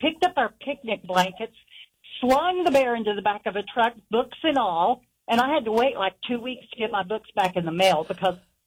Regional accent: Tennessee, United States; now in Sevierville, United States; because I grew up there.

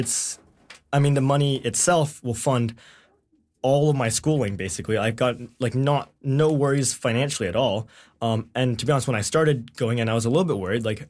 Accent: Vancouver, British Columbia, Canada; born there; I was born in Vancouver, but I moved here in like 2017.

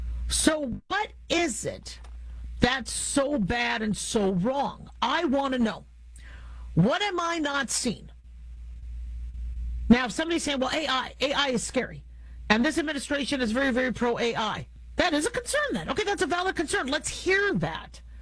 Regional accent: United States; I'm American. I'm not Republican. I'm not Democrat. I'm American.

